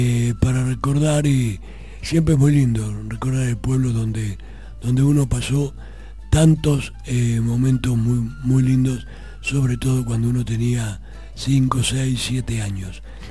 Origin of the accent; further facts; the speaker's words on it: Piedritas, Buenos Aires, Argentina; moved away; a uno que ha vivido en otro pueblo, como es el caso mío, que viví mi infancia en Piedritas